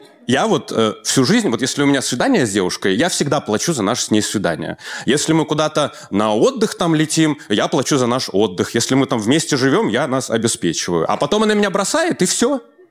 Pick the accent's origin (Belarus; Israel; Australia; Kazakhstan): Belarus; now in Moscow, Russia; Я из Беларуси, мне 37 лет исполнилось